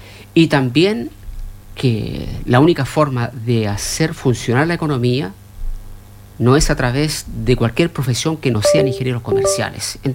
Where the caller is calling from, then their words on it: Chile; Yo, siendo chileno